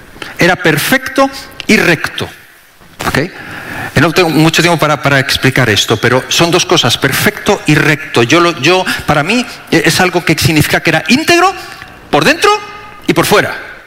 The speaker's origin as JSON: {"language": "Spanish", "country": "Spain", "said": "como españoles amamos España"}